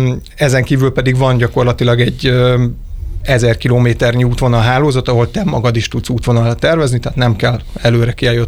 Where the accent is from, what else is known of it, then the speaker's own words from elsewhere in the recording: Lake Balaton, Hungary; mivel a Balatonnál nőttem fel, ott valaki vagy mezőgazdasággal, vagy turizmussal kezd el foglalkozni